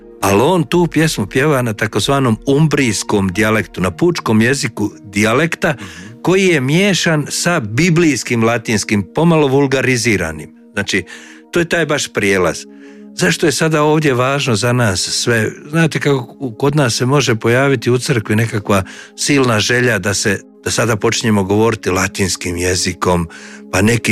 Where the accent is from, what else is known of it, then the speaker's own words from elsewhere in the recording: Bosnia & Herzegovina; accent: Bosnian Croatian; now in Croatia; ja dolazim iz Bosne, ja govorim bosanskim hrvatskim jezikom.